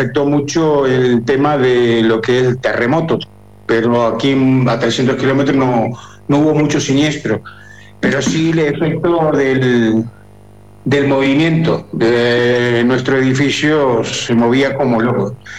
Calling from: Colombia

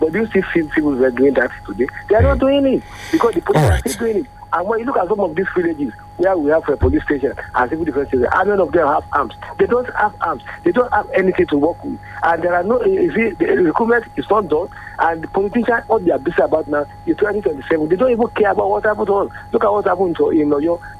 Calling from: Ilorin, Kwara, Nigeria; calling from Ilorin.

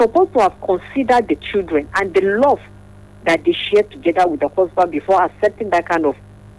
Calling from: Amsterdam, North Holland, Netherlands; from Amsterdam.

